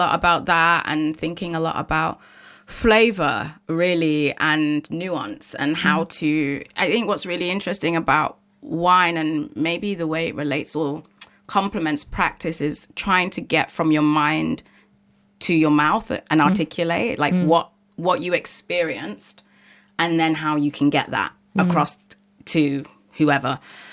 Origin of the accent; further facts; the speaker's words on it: London, United Kingdom; I know I grew up at a time when London was extraordinarily segregated.